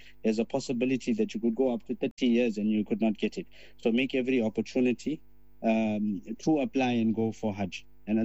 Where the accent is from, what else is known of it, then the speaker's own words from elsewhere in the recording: Durban, KwaZulu-Natal, South Africa; I am from Durban. I reside in Durban. And I'm a quantity surveyor living in Durban. I have most of my family in Durban. I have a few family in Johannesburg. And I've always been in Durban throughout